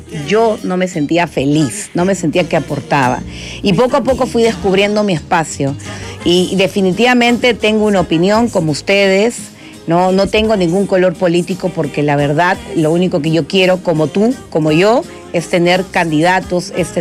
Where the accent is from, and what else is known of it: Peru